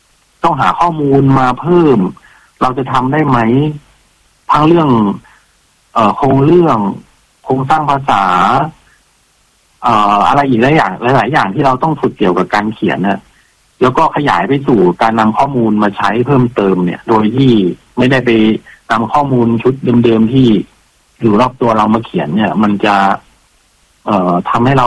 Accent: Saraburi, Thailand; เขาเป็นคนสระบุรีเหมือนกับผมคือผมเมื่อเกิดที่สระบุรี

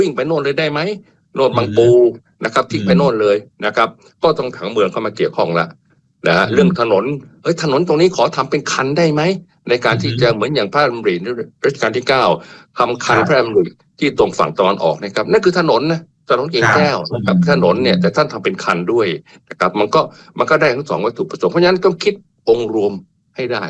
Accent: Bangkok, Thailand; ผมภูมิใจฮะในฐานะคนกรุงเทพนะผมว่าอันนี้เป็นเมืองระดับหนึ่งของโลก

